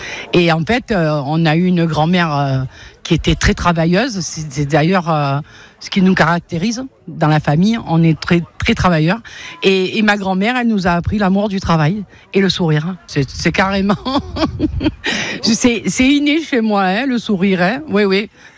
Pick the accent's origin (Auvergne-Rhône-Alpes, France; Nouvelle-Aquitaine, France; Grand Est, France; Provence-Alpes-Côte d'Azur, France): Provence-Alpes-Côte d'Azur, France; Toulon; Mais sinon, je suis de Toulon, oui, toulonnaise.